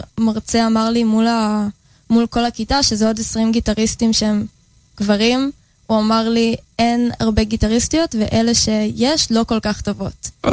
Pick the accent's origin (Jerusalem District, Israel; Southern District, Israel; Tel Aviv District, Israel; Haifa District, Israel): Tel Aviv District, Israel; Jaffa; אז אני מיפו במקור, מאג'מי.